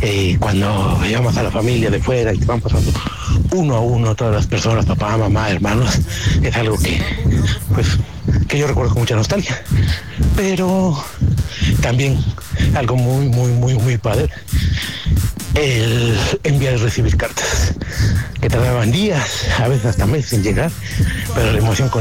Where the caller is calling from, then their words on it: Veracruz, Mexico; de Veracruz.